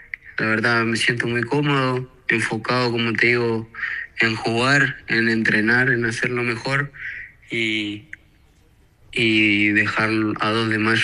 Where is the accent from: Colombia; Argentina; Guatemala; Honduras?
Argentina; now in Paraguay; No, yo soy argentino. Ajá. Tengo la doble nacionalidad chilena, pero yo soy argentino.